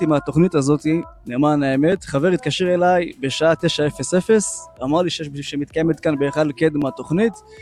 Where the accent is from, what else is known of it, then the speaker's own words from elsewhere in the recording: Beersheba, Southern District, Israel; born there; אני כאן מבאר שבע, נולדתי כאן.